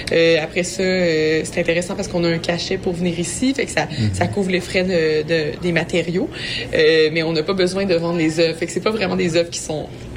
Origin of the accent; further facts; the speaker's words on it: Quebec, Canada; now in Montreal, Canada; maintenant, j'habite à Montréal, mais on est les deux grandis en campagne de Montréal.